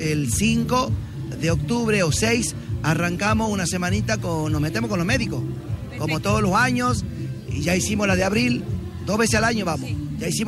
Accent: Morillo, Salta, Argentina; moved away; volver siempre a Morillo a darle una mano a esa gente que me necesita y que es mi gente, mi sangre, mi familia.

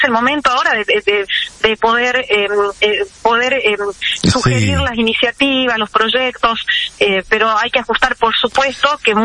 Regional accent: Argentina

